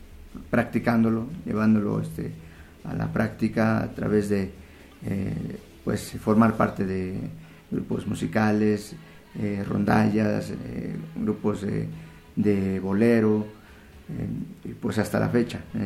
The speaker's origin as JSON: {"language": "Spanish", "region": "Tlaxcala", "country": "Mexico", "said": "No, soy de Tlaxcala."}